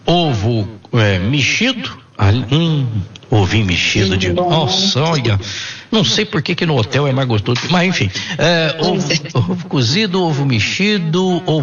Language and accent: Portuguese; Minas Gerais, Brazil; E eu, como bom mineiro, né, eu gosto muito de uma carne de porco ali e tal.